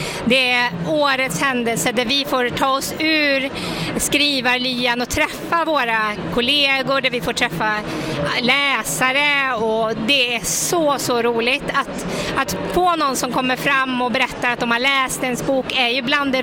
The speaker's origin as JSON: {"language": "Swedish", "town": "Åmål", "region": "Västra Götaland County", "country": "Sweden", "tie": "born there", "said": "jag är ju född i Åmål och vi har stuga i Långedstrakten."}